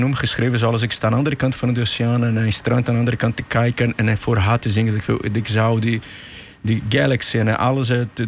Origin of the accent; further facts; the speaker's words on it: Brazil; Dutch is a second language; moved away as an adult; now in Netherlands; waar ik vandaan kom, is in Paulhausen. Je zegt, rijk van natuur, maar arme van geld.